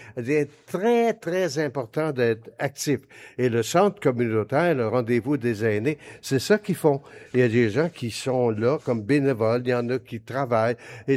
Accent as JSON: {"language": "French", "town": "Montreal", "region": "Quebec", "country": "Canada", "said": "je venais de Montréal."}